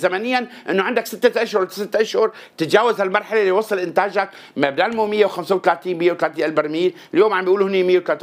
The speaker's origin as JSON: {"language": "Arabic", "country": "Syria", "said": "وقت اللي أنا كمواطن سوري عم بروح مثل ما قال ضيفك الكريم استخراج جائر"}